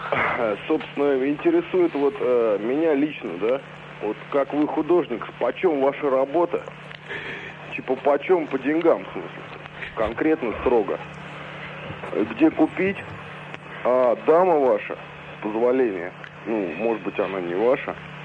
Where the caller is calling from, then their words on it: Yoshkar-Ola, Mari El, Russia; я вот сейчас, собственно, звоню из Йошкар-Олы.